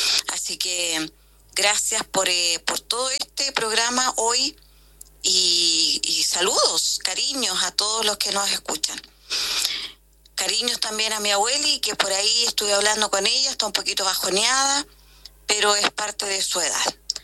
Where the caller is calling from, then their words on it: Quilicura, Santiago Metropolitan Region, Chile; de Quilicura.